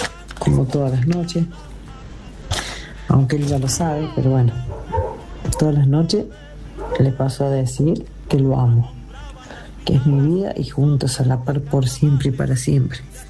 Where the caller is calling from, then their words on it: Estancia Vieja, Córdoba, Argentina; aquí ando el presente desde Estancia Vieja.